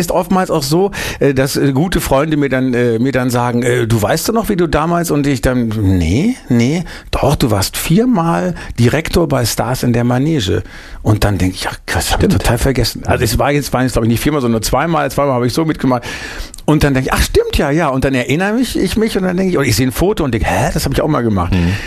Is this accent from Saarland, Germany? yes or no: no; Bielefeld, North Rhine-Westphalia, Germany; dann haben wir eine freie Gruppe gegründet in Bielefeld damals noch, meine Heimatstadt, Ende der 70er.